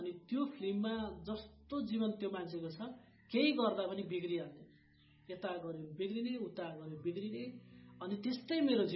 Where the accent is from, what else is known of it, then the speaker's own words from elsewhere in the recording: Mirik, West Bengal, India; born there; also born or lived in Fikkal, Ilam, Nepal; मेरो घर इन्डियाको दार्जिलिङको मिरिक भन्ने ठाउँमा, र मेरो जन्मस्थान चाहिँ इलामको फिक्कल भन्ने ठाउँमा, मेरो आमाको घरमा म जन्मेको हुँ।